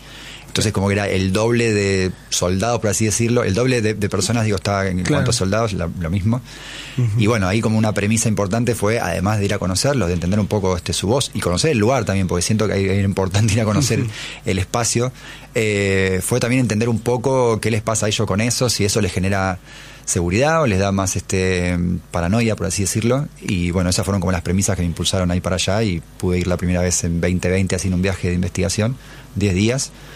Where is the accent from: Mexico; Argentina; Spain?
Argentina; yo entiendo el reclamo argentino, lo comparto, me parece que es lo único que nos une así como argentinos